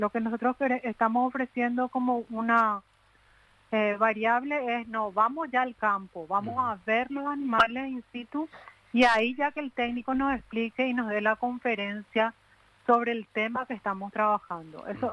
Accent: Paraguay; yo como paraguaya realmente estoy muy orgullosa de lo que significa la carne paraguaya hoy en día.

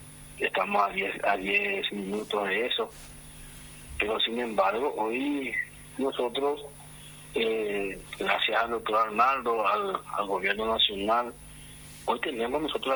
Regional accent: Alberdi, Ñeembucú, Paraguay

